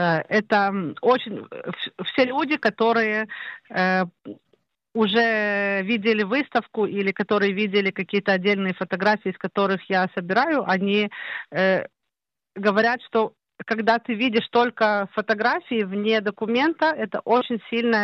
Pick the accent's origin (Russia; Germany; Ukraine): Ukraine; now in Israel; Я сама репатрировалась с Украины